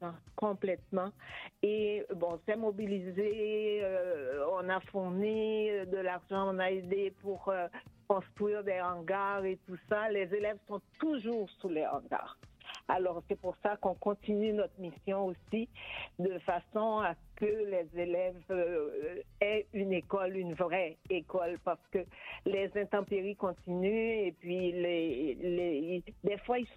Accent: Cavaillon, Sud, Haiti; C'est une ville du sud d'Haïti. C'est ma ville natale.

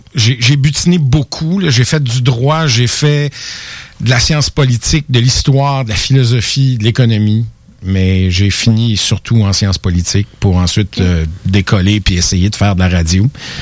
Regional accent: Quebec City, Quebec, Canada; J'ai grossi à Québec. Je suis né... C'était dans Saint-Sacrement, je pense. Oui, c'est ça. Puis ben j'ai bourlingué dans les petites paroisses de Québec jusqu'à ce que j'aboutisse à Cap-Rouge.

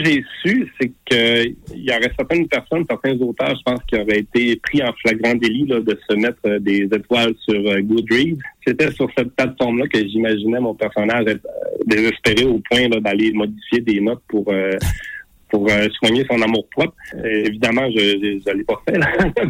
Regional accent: Saguenay, Quebec, Canada; born or raised there

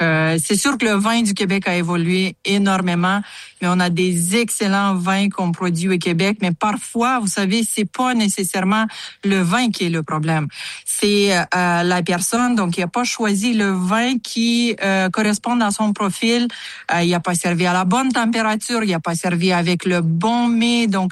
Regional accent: Moldova; now in Yamachiche, Canada; Je suis originaire de Moldavie en Moldavie, on a fait beaucoup, beaucoup de vin. Donc, le vin, on l'a un petit peu, les Moldaves, dans notre ADN.

